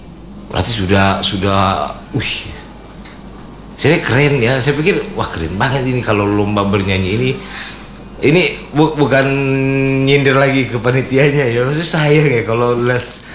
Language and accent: Indonesian; North Sulawesi, Indonesia; Apalagi kita orang Sangir dikenal di luar sana.